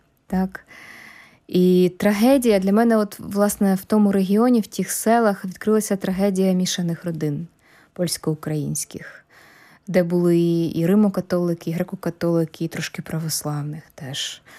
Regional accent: Kyiv, Ukraine; born or raised there

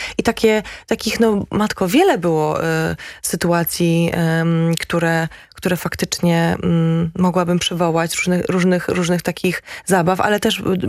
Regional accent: Gdańsk, Pomeranian Voivodeship, Poland; Ja w ogóle jestem z Gdańska

